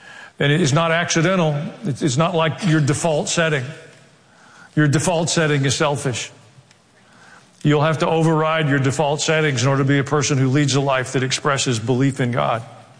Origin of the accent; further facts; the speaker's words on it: the South, United States; accent: southern; hear me preach in my southern accent, in their language